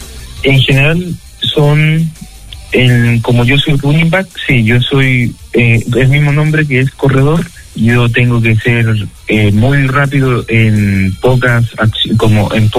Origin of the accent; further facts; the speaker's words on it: Chile; para mí, que soy chileno